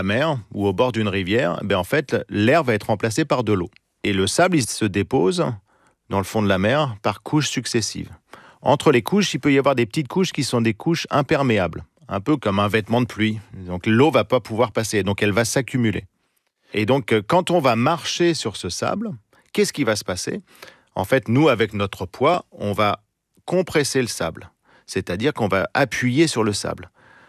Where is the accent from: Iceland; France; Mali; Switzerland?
France; Normandy; je suis normand